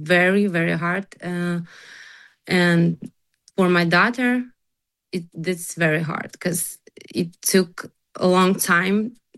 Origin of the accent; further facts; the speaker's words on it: Kyiv, Ukraine; English is a second language; moved away as an adult; now in United States; because we're from Kyiv.